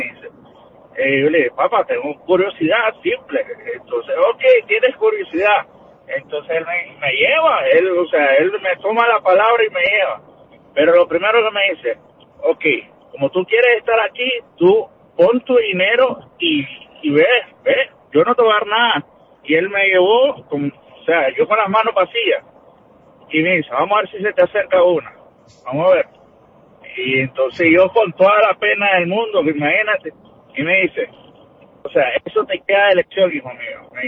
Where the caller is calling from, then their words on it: Nicaragua; yo soy de Nicaragua